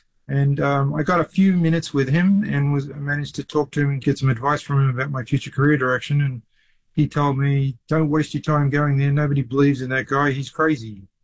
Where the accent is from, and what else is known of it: Australia; born or raised there